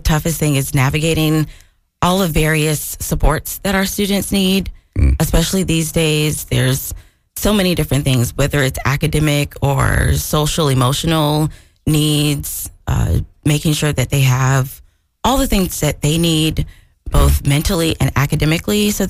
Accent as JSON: {"language": "English", "town": "Sumter", "region": "South Carolina", "country": "United States", "tie": "born or raised there", "said": "I am from Sumter, South Carolina. Yeah. I was born here. My dad was military. We moved around a little bit, but mostly I was raised here."}